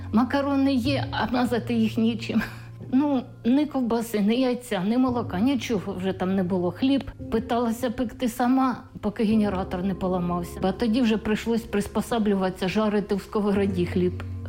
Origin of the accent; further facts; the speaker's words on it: Sosnovyi Bir, Kharkiv Oblast, Ukraine; moved away as an adult; Вовчанська громада, село Сосновий Бір.